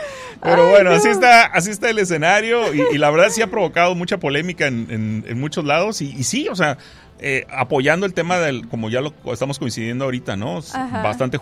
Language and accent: Spanish; Mexico; yo como mexicano